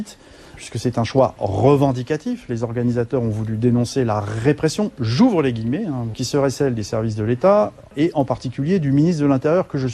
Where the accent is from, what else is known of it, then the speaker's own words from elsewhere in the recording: Bourges, Centre-Val de Loire, France; on cite le fait que je suis originaire de ce département, oui c'est vrai, je suis né à Bourges, j'y ai toutes mes attaches.